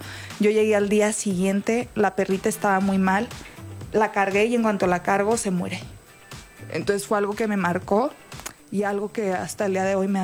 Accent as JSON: {"language": "Spanish", "country": "Mexico", "said": "Yo creo que tenemos que, es nuestra obligación como mexicanos apoyar al talento mexicano."}